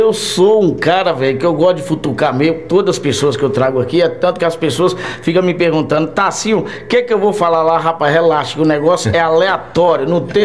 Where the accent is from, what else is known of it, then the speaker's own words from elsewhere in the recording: Nanuque, Minas Gerais, Brazil; moved away; Eu acompanhei lá na minha cidade, já cantou em Nanuque, né?